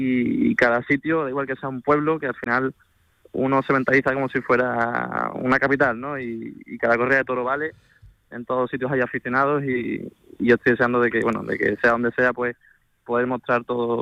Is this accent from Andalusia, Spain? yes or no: yes; Seville, Andalusia, Spain; como sevillano que soy, pues siempre tendré la oportunidad